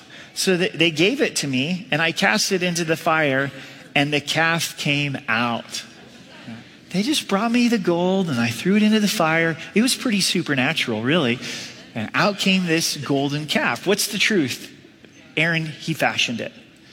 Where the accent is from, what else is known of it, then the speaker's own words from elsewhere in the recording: Ireland; Or I'm Irish, so that's why I always lose my temper, right?